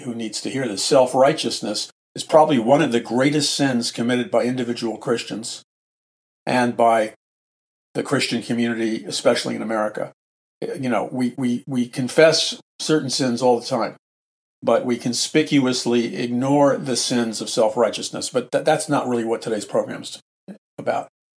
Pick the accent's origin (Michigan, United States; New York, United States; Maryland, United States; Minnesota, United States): New York, United States; New York City; All my life growing up in New York City, and New York City